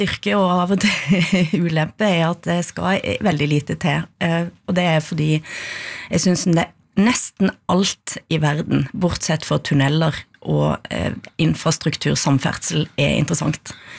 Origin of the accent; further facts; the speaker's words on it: Western Norway, Norway; Jeg våkna i nydelig Oslo i dag. Jeg må si det selv om jeg er fra Vestlandet.